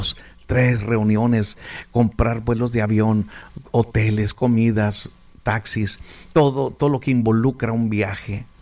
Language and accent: Spanish; Ciudad Juárez, Chihuahua, Mexico; moved away; also born or lived in United States; no somos de Los Ángeles, estamos en Los Ángeles. En cada estado que estamos, nosotros somos de Ciudad Juárez.